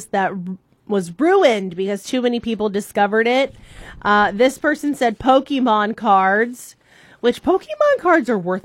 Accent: Ohio, United States; But growing up in Ohio

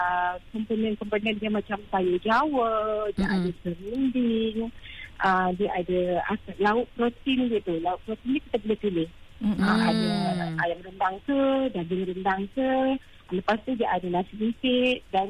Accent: Kedah, Malaysia; Saya ni orang Kedah sebenarnya.

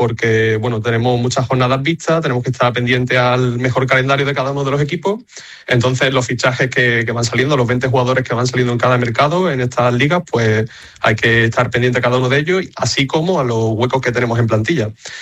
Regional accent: Écija, Andalusia, Spain; tengo 26 años, soy de Écija.

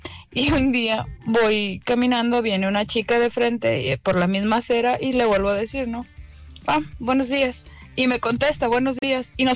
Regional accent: Mexico; Le digo, yo soy de México. Nos abrazamos.

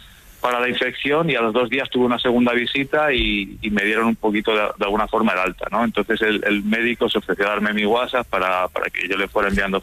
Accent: Zamora, Castile and León, Spain; now in Barcelona, Spain

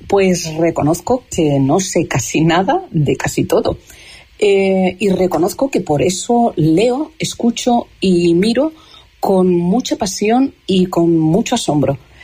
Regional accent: Barcelona, Catalonia, Spain; de Barcelona. Besos agradecidos.

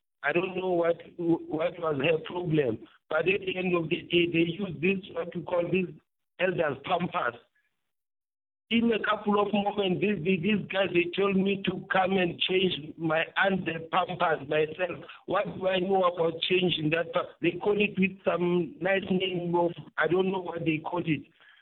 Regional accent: Gauteng, South Africa; English is a second language; now in Eastern Cape, South Africa; I grew up in the Val, Sis Katie. I used to attend Sibukeng Hospital. We call it Old Cop, Zone 7

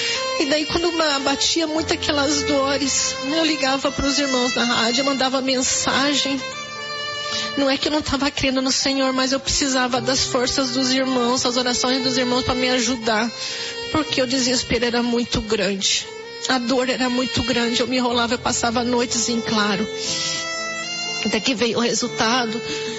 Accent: Joinville, Santa Catarina, Brazil; eu sou de Joinville, Santa Catari

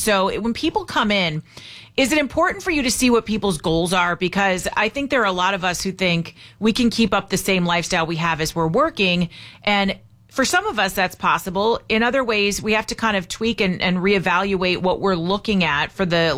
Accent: California, United States; I was born and raised in California. I would love to stay here and spend the rest of my life in California.

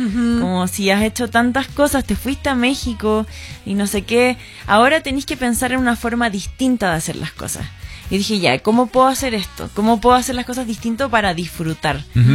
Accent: Chile; Entonces yo me fui a Chile, yo soy chilena, me fui a Chile 3 meses

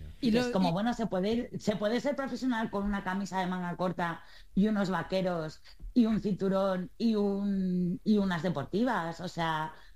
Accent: Spain; no lo veo tan hortera porque yo soy española

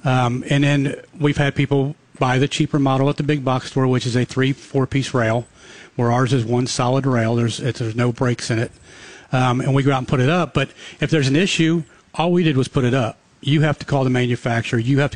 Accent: Kentucky, United States; born there; I was born in Cincinnati, Ohio area. In Northern Kentucky, but it's big up there.

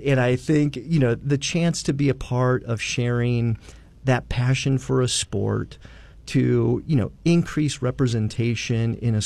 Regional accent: Dallas, Texas, United States; born there; And my dad had left the Cowboys, but I was born in Dallas. Dallas, and you know, we moved around a lot.

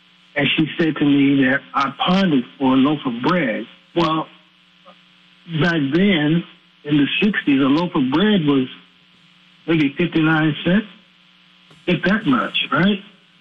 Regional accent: Denver, Colorado, United States; now in South, United States; We're originally from Denver, Colorado. I live in the South now, but originally from Denver, Colorado

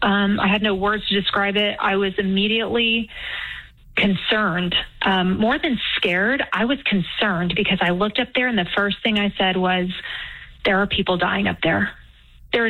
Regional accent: Texas, United States; So I'm from Texas.

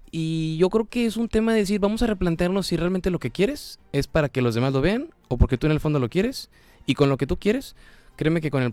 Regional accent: Monterrey, Nuevo León, Mexico; Prefiero, mira, una carnita asada como buen regio.

